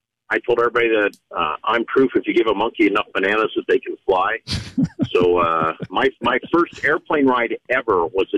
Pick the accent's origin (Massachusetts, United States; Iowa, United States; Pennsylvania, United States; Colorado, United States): Iowa, United States; Council Bluffs; I grew up in Council Bluffs, Iowa, just across the river from Omaha.